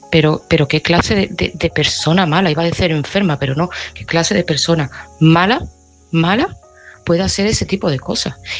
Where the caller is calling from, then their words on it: Seville, Andalusia, Spain; de Sevilla y este mensaje va para Mari Carmen.